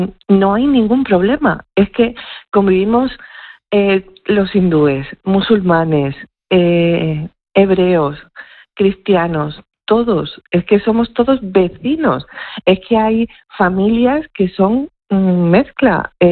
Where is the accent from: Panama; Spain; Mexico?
Spain; Ceuta; todos los que vivimos aquí seamos, nos llamemos como nos llamemos y recemos a quien recemos, somos caballas, somos españoles, somos europeos.